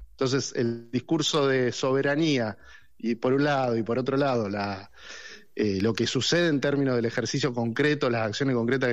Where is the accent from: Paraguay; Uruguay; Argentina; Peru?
Argentina; Buenos Aires; moved away; yo vengo de Buenos Aires, bueno, vine a vivir acá hace varios años, después fui y volví